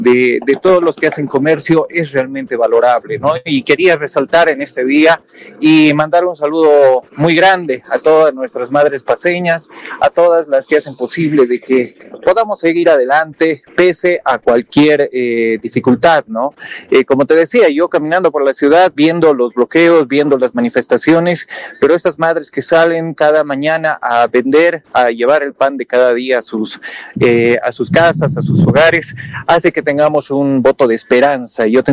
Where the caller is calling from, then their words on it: La Paz, Bolivia; Los paceños somos trabajadores, los paceños podemos sacar adelante cualquier conflicto, vivimos en conflictos